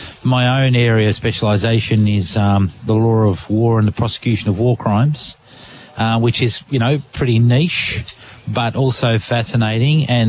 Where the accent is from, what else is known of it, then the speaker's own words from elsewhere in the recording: Burnie, Tasmania, Australia; also born or lived in Melbourne, Australia; now in Hobart, Australia; Burnie Primary, Parklands High School, and Helly College